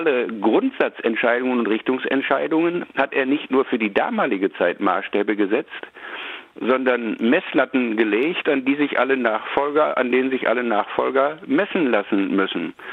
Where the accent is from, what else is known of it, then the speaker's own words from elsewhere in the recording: Bochum, North Rhine-Westphalia, Germany; Und in diesem Bundestagswahlkampf war er auch in Bochum, meiner Heimatstadt, und da soll ich als Achtjähriger hinter seinem Auto hergelaufen sein